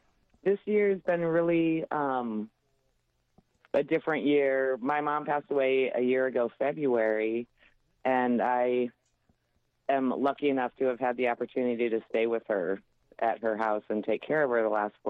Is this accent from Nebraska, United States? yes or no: yes; Omaha, Nebraska, United States; I just want to first say I'm originally from Omaha